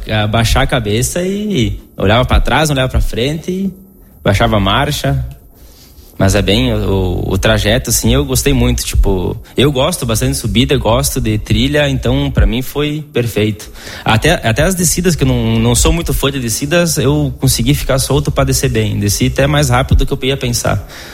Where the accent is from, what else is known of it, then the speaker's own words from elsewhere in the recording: Brazil; Daí eu falei, não, eu sou brasileiro também, tal, era meu sonho fazer uma prova na Itália